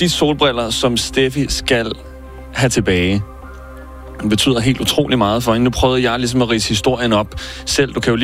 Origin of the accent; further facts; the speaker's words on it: Sønderborg, Region of Southern Denmark, Denmark; Selv jeg er fra Sønderborg.